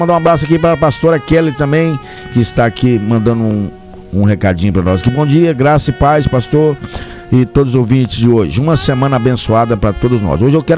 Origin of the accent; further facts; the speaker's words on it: Governador Valadares, Minas Gerais, Brazil; moved away; Um abraço para Minas Gerais, que é meu estado também. Sou de Governador Valadares.